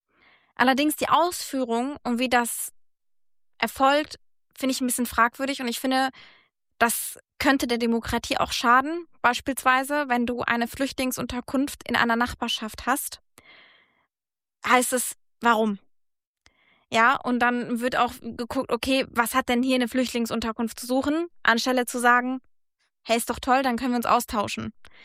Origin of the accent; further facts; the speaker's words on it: Germany; Und ich habe Deutschland immer als ein Land, es ist ja auch mein Heimatland, ja, und ich nehme Deutschland immer als ein Land wahr